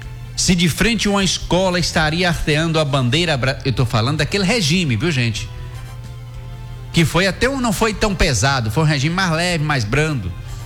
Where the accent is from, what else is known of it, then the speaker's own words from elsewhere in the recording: Brazil; nós somos brasileiros, que nós somos nato filho dessa terra